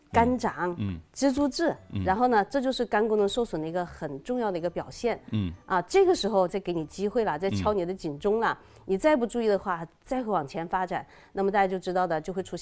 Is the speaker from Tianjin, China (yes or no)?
no; Hunan, China; 我们湖南人